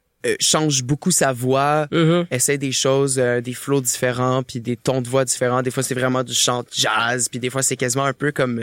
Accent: Lévis, Quebec, Canada; Je viens de Lévis.

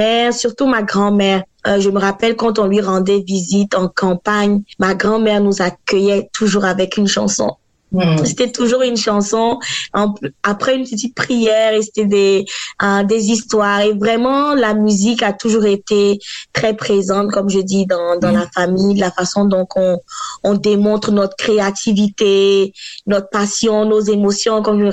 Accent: Abidjan, Côte d’Ivoire; Je suis originaire de Côte d'Ivoire. J'ai grandi à Abidjan, qui est la capitale économique de la Côte d'Ivoire. En grandissant avec mes sœurs, avec ma mère, surtout ma grand-mère

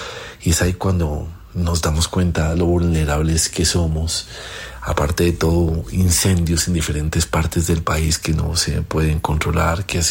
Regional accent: Colombia; un temblor en mi casa, en mi tierra, en Colombia

